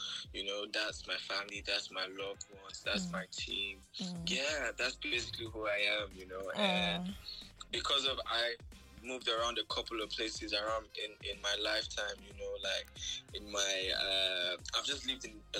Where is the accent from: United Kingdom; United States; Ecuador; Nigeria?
Nigeria; Benin City, Edo; born there; I was born in Benin City. My mom and my dad, they met themselves there.